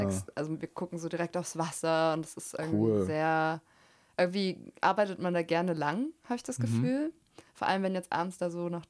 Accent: Thuringia, Germany; Ich komme aus Thüringen, ja.

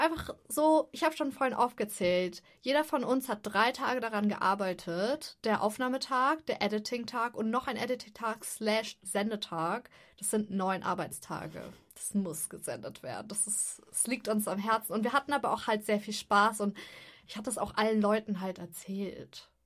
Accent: West Germany, Germany; Ich bin Wessi, sorry.

